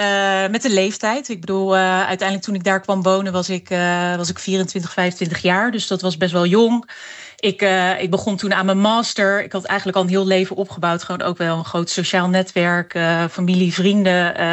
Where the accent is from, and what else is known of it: Netherlands